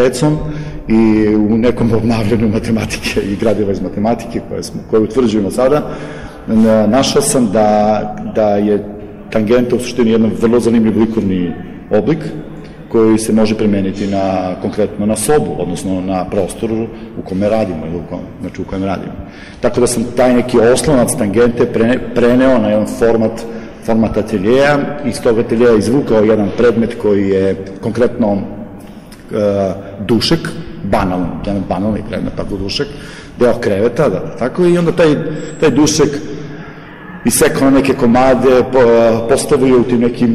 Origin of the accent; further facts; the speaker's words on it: Vranje, Southern and Eastern Serbia, Serbia; Ja sam slikar iz Vranja